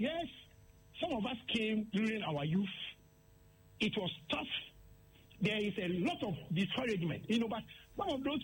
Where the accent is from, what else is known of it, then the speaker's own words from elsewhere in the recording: Ghana; moved away as an adult; It means that after graduation, I should come to my home country and stay for at least 2 years before I can come back.